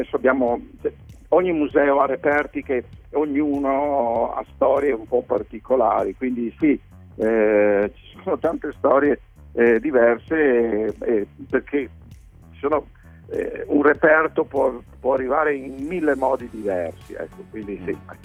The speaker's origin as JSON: {"language": "Italian", "town": "Venice", "region": "Veneto", "country": "Italy", "tie": "born or raised there", "said": "Io sono cresciuto a Venezia."}